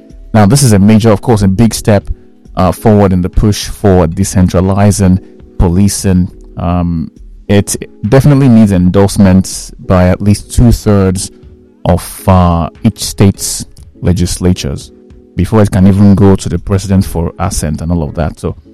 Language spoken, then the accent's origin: English; Nigeria